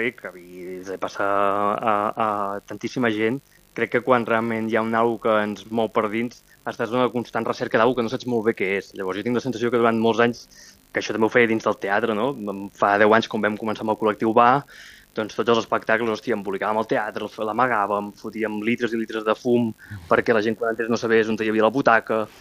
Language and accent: Catalan; Mataró, Catalonia, Spain; i jo que sóc de Mataró i he mamat pirotècnia des de ben petit